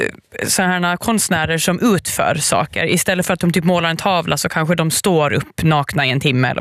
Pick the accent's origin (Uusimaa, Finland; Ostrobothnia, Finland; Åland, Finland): Åland, Finland; jag kommer ju från Åland